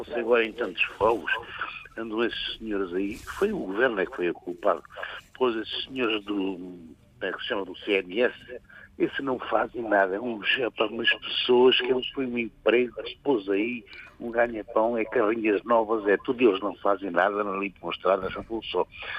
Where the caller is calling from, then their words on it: Azeitão, Setúbal, Portugal; Eu sou daqui da zona da Azeitão.